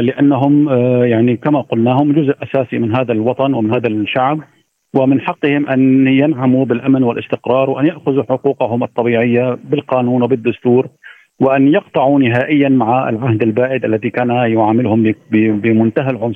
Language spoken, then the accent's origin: Arabic; Syria; بالنسبة لنا كسوريين أو بالنسبة لكل السوريين